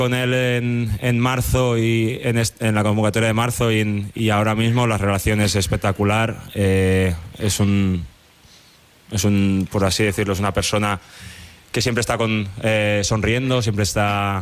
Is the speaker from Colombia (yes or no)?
no; Spain; now in United Kingdom; yo siempre me siento español, siempre he querido representar a España y nunca me había planteado poder representar a Inglaterra porque no lo sentiría, no me sentiría un extraño. Entonces, por muchos años que lleve yo en Inglaterra, yo siempre me he sentido español